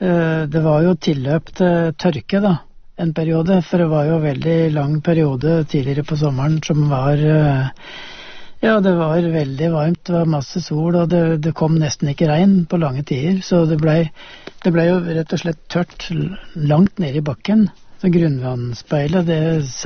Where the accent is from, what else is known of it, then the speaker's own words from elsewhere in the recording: Østmodum, Buskerud, Norway; Så hvis jeg ser på gården hjemme på Østmodum, så det jo, der jo en stor del av hagen jo nyplanta